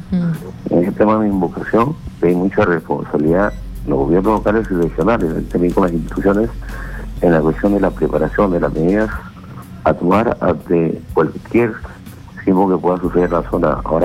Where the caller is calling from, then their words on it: Piura, Peru; De Piura, Piura